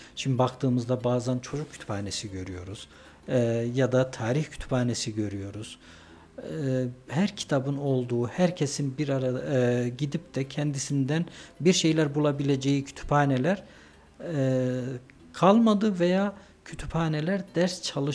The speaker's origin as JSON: {"language": "Turkish", "region": "Anatolia", "country": "Turkey", "tie": "born or raised there", "also_born_or_lived": "Istanbul", "moved": "yes", "lives_now": "Ankara, Turkey", "said": "Küçük bir Anadolu şehrinde doğup büyüdüm. Dolayısıyla 80'li yıllarda doğdum ve 80'lerin çocuğuyum."}